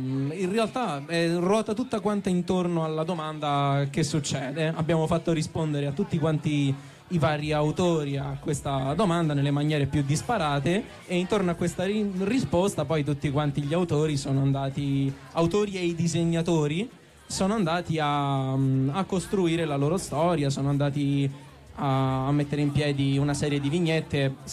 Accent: Lazio, Italy; siamo per lo più di Roma e della provincia di Roma

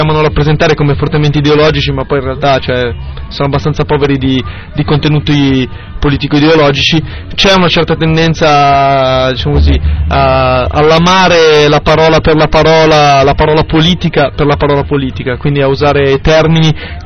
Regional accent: Milan, Lombardy, Italy; Io sono di Milano, non sono siciliano

